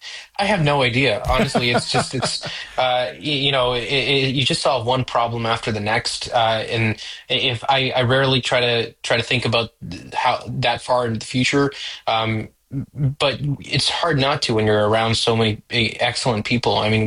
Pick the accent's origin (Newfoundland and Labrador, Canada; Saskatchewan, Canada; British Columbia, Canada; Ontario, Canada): Ontario, Canada; Toronto; I basically was you know, born and raised in Toronto, sort of the Jane and Finch area